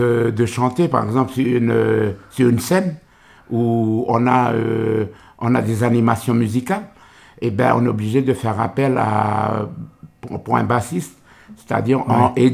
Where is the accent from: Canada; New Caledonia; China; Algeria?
New Caledonia